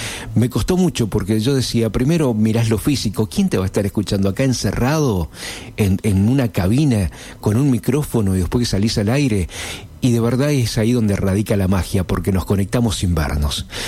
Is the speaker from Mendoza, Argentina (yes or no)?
yes; Rodeo del Medio, Mendoza, Argentina; also born or lived in Guaymallén; Mi adolescencia más pequeña, mi preadolescencia, estuvo en mi infancia en Rodeo del Medio, zona de Pedregal, zona de Maipú. Y al llegar a Guaymallén era todo la dinámica, el ritmo de vida era mucho más ágil, era mucho más rápido.